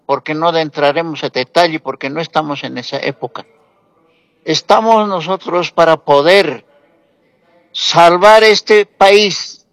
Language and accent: Spanish; Bolivia; ¿Dónde está nuestro derecho como buenos bolivianos?